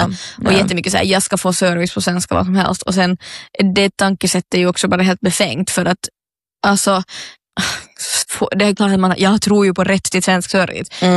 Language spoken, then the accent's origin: Swedish; Vaasa, Ostrobothnia, Finland; när jag växte upp i Vasa